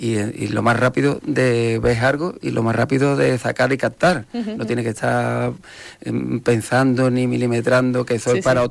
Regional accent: Morón de la Frontera, Andalusia, Spain; Soy de Morón. me gusta y me encanta Morón

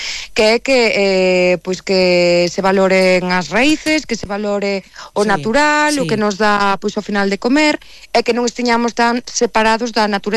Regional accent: Lugo, Galicia, Spain; nunha zona de Lugo, en concreto na miña aldea, facemos dunha maneira

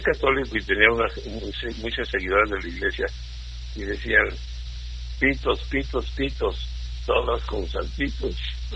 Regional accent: Santa Bárbara, Chihuahua, Mexico; born there; also born or lived in Comarca Lagunera; Debo recordar que no es mi tierra, la Comarca Lagunera, viví mucho tiempo allá. Mi cuna es Santa Bárbara, Chihuahua.

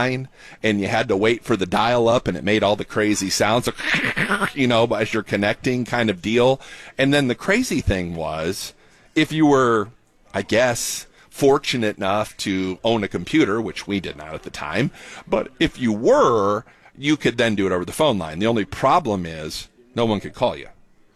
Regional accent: Flint, Indiana, United States; I'm a farm boy, okay? Born and raised in Flint, Indiana

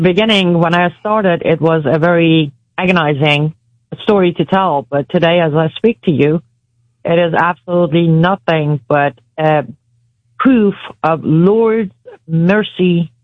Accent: Iran; moved away; I was born and raised in 1983 in Islamic Republic of Iran. I did not play a role in the revolution, people. If I was there, I would have stopped it. I was born into the Islamic country, into an Islamic family, a Quran teacher as mother and a sheikh as a father.

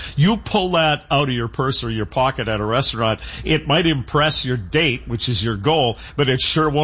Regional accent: Gilbert Plains, Manitoba, Canada; I'm from Gilbert Plains, Manitoba, and hot sauce and spice and that kind of thing was just not part of our life.

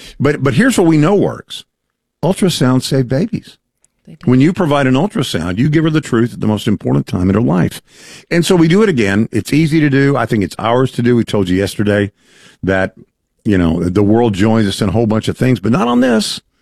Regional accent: Texas, United States; You're talking to a Texan.

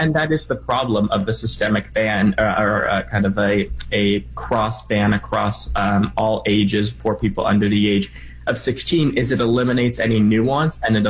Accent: Canada; Yeah, or my home country of Canada either

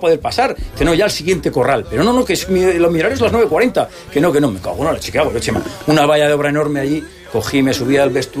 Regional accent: Soria, Castile and León, Spain; Pues de Soria. Digo, joder, pues somos vecinos.

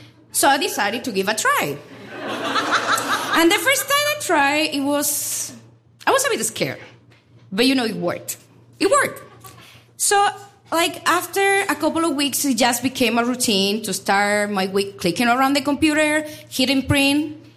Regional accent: Spain; English is a second language

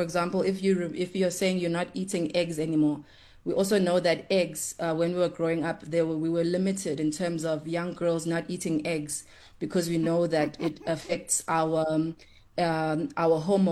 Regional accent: Durban, KwaZulu-Natal, South Africa; growing up in Durban

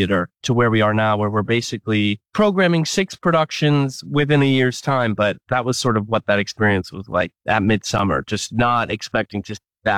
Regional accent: Scranton, Pennsylvania, United States; now in Brooklyn, United States; I'm still in Brooklyn, New York. I split my time between Brooklyn, New York, and my hometown of Scranton, Pennsylvania.

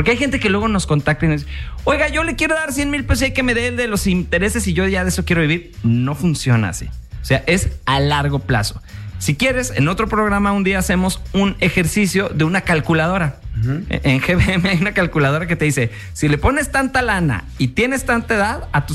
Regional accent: Mexico; Tenemos rasgos de sudafricanos que luego les platico en la familia, pero sí somos mexicanos.

